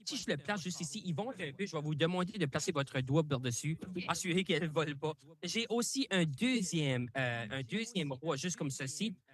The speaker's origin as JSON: {"language": "French", "town": "Saint-Antoine", "region": "New Brunswick", "country": "Canada", "tie": "born or raised there", "moved": "as an adult", "lives_now": "Dieppe, Canada", "said": "Je suis originaire de Saint-Antoine, un petit village, tout près de Moncton. Ça fait une quinzaine d'années que j'habite à Thiennes."}